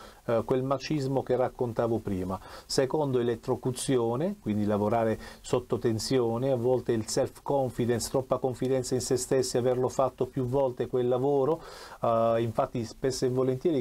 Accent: Taranto, Apulia, Italy

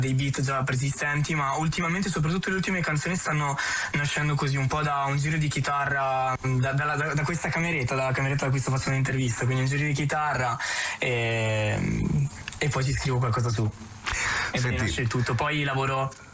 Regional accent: Trento, Trentino-Alto Adige, Italy; also born or lived in Apulia; io sì sono di Trento ma sono nato in Puglia in realtà.

